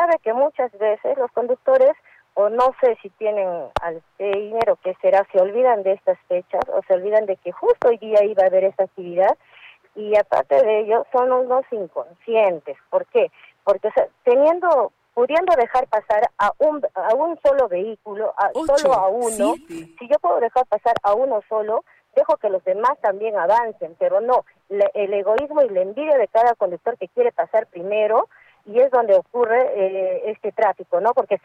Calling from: Socabaya, Arequipa, Peru; yo soy de Socabaya

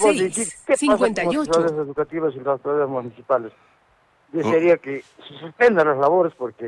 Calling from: Arequipa, Peru; ustedes son de acá, de Arequipa, soy arequipeño

